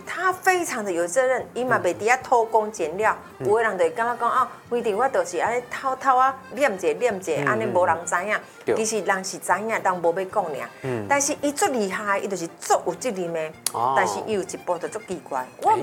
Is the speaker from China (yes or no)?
no; Taiwan; 我们台湾人其实礼貌啦